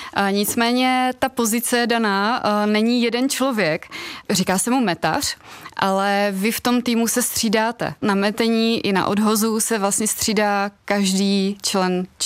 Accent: České Budějovice, South Bohemian Region, Czechia; now in Brno, Czechia; my Brňáci, já se teďka taky považuji už jako za Brňáka, mám tam trvalé bydliště, ale zároveň srdcem jsem pořád Budějčák.

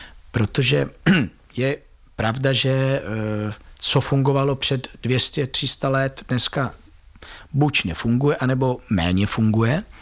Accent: Italy; now in Czech Republic; Já jsem vyrostl v Itálii

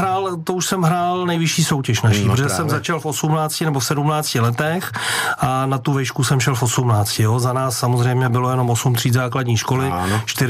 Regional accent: Litvínov, Ústí nad Labem Region, Czechia; born there

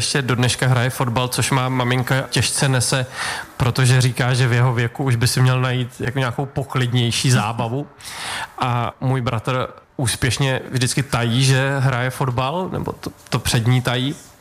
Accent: Bolehošť, Hradec Králové Region, Czechia; also born or lived in Rychnov nad Kněžnou / Týniště nad Orlicí; pak jsme bydleli půl roku v Týništi nad Orlicí, v takovém malém bytě, tak to si taky nepamatuju. A když mi bylo půl roku, tak jsme se přestěhovali do Bolehoště, do domu, ze kterého jsem před chvílí přijel

